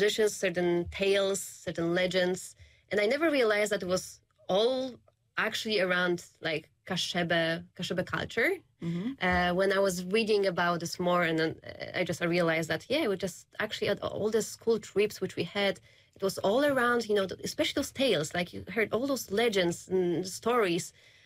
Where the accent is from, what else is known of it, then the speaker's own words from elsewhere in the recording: Gdańsk, Pomeranian Voivodeship, Poland; moved away; So I'm from Gdańsk. It's a town up north, north part of Poland. It's a town by the sea, mm-hmm. And it's the part of the Kaszuby region.